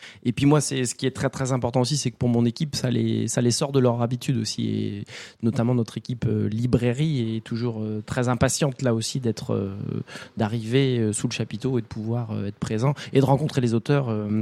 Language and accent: French; Montaigu, Pays de la Loire, France; moi, je suis né à Montaigu, j'ai vécu longtemps à Montaigu